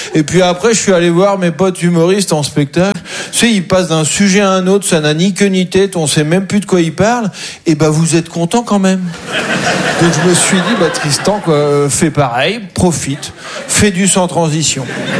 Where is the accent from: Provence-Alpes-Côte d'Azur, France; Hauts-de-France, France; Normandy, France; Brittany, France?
Normandy, France; Caen; moi, je viens de Caen, en Normandie.